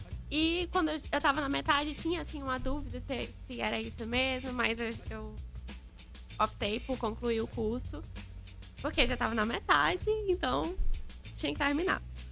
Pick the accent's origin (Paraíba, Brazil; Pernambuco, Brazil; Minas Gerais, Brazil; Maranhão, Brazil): Maranhão, Brazil; São Luís; sou aqui de São Luís.